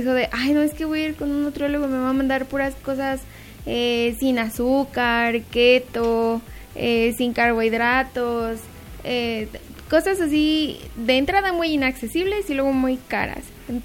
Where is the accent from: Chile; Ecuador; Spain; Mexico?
Mexico; la alimentación que ya de por sí traemos como mexicanos